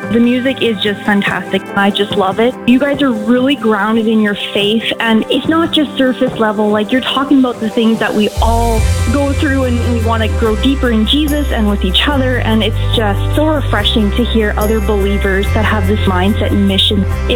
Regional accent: Manitoba, Canada; Hey, I'm from Manitoba, Canada. I am 23.

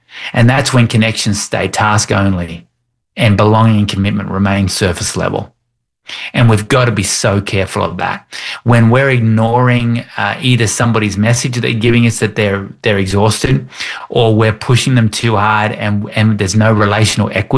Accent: Australia; accent: Australian; I'm Australian because of my accent

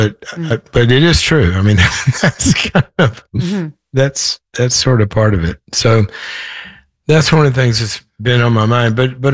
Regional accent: the South, United States; also born or lived in Los Angeles; now in Nashville, United States; I'm from the South, so I lived in L.A. forever. And coming back here is sort of like coming home in a way.

